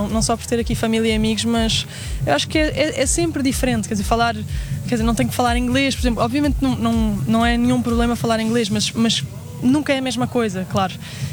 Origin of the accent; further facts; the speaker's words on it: Lisbon, Portugal; moved away as an adult; eu cresci em Lisboa a vida toda, os primeiros 20 anos da minha vida, nunca vivi noutro lugar